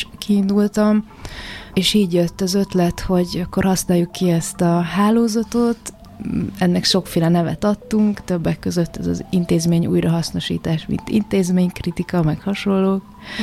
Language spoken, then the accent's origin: Hungarian; Hungary; Én magam is egy Budapest közeli településen nőttem fel, ami csak 15 éve város